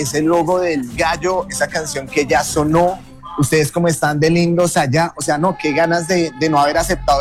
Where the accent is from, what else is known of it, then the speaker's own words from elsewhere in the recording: Colombia; now in United States; Es increíble que me fui yo de Colombia, del país, y nos entregaron cabina nueva.